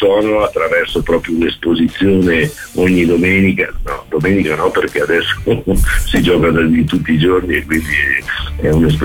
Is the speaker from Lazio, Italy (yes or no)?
yes; Rome, Lazio, Italy; born there; ecco, lui è un po' come me, io sono nato a Roma